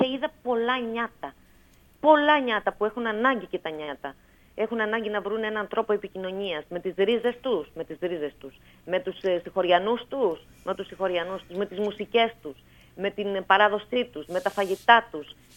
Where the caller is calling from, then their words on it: Zakynthos, Ionian Islands, Greece; Το πανέμορφο αυτό νησί μας